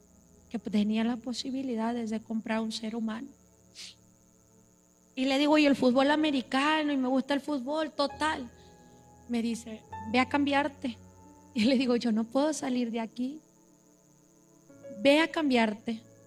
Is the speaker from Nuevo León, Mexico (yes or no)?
yes; Monterrey, Nuevo León, Mexico; Nos hablábamos de usted porque yo hablaba como colombiana. Por eso hoy en la actualidad muchas veces estoy en algunos lugares y la gente me pregunta: pues ¿de dónde eres? Soy de Monterrey, Nuevo León.